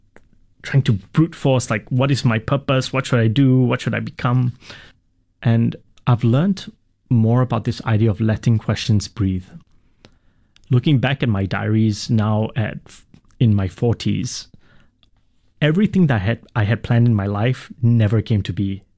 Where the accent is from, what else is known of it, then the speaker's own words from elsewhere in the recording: Singapore; I grew up in Singapore